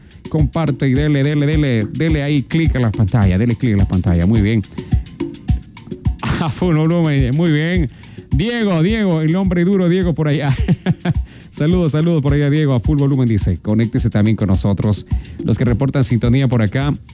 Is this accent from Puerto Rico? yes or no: no; Santo Domingo, Santo Domingo de los Tsáchilas, Ecuador; 100% Sáchila. Somos de acá de la Tierrita Sáchila, Santo Domingo